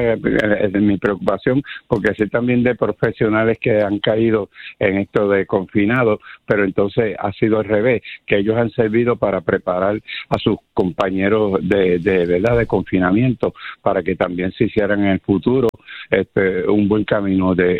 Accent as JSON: {"language": "Spanish", "town": "Guayama", "country": "Puerto Rico", "tie": "born or raised there", "said": "Yo soy natural de Guayama … usted debe conocerme."}